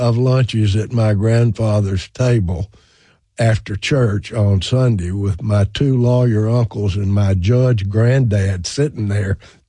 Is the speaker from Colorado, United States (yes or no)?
no; Alamo, Tennessee, United States; my hometown of Alamo.